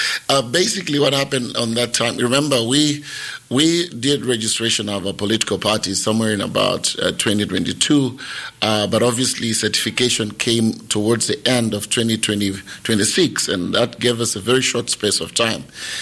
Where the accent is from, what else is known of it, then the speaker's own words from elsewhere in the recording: Lusaka, Lusaka Province, Zambia; Lusaka is my backbone. I mean, I come from Mandevu. I'm a Kombon boy